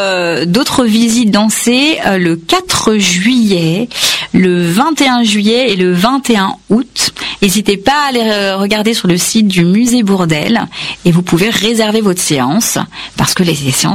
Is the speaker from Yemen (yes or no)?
yes; Yemen; first language Kannada; French is a second language; moved away; je suis indienne d'origine, mais j'ai grandi au Yémen quand j'étais petite.